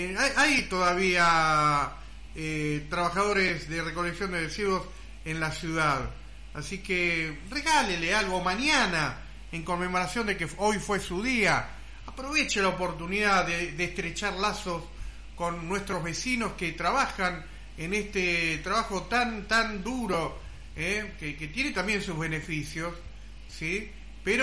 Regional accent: northern Argentina, Argentina; tomar nuestras propias decisiones como norte argentino.

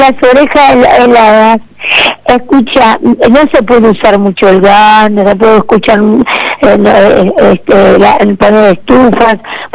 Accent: Argentina; Somos dos argentinas, mi jefa y yo la vendedora.

